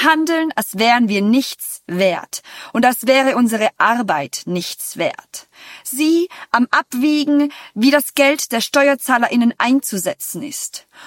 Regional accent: Tyrol, Austria; Ich als Tirolerin, die in diesem wunderschönen Scheißland aufgewachsen ist und eigentlich auch weiter darin leben und handeln will

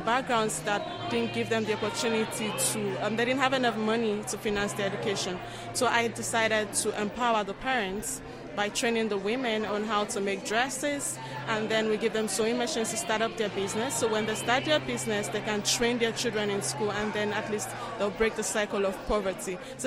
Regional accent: Nigeria; moved away as an adult; now in Innsbruck, Austria; I'm from Nigeria. I'm currently studying here philosophy at the University of Innsbruck. Yeah, I'm a doctoral student there.

